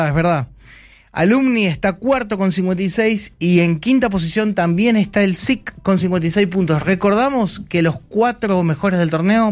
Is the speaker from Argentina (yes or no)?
yes; Posadas, Misiones, Argentina; pero nos criamos juntos en Posadas Misiones.